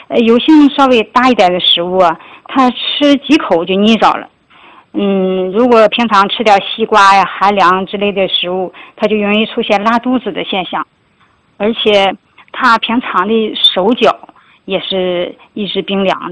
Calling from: Dandong, Liaoning, China; 我是辽宁的学员，

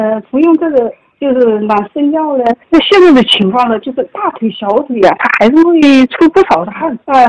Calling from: Shangrao, Jiangxi, China; 我来自江西上饶，今年60多岁了

